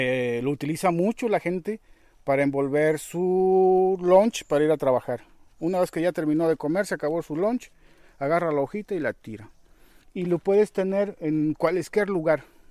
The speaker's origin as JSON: {"language": "Spanish", "region": "Guerrero", "country": "Mexico", "tie": "born or raised there", "said": "Entonces nos vinimos al estado de Guerrero y pues eso hace ya un ratillo, hace ya 40 y tantos años, 43 años precisos, y ya nos quedamos aquí. Está la fecha, ¿no? Yo básicamente aquí crecí."}